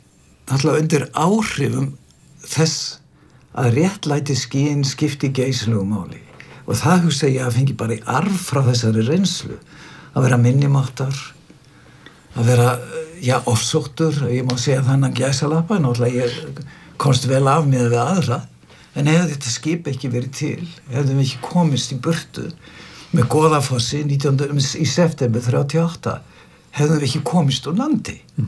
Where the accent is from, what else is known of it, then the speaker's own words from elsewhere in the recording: Stóragiljá, Northwestern Region, Iceland; Ég var uppalinn svona hálfuleiti á Stórgiljá, norður Húnaþingi